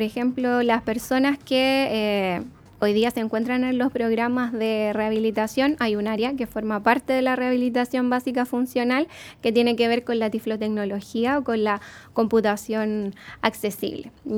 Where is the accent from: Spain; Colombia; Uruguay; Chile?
Chile; Concepción, Biobío; quienes somos de Concepción Penquista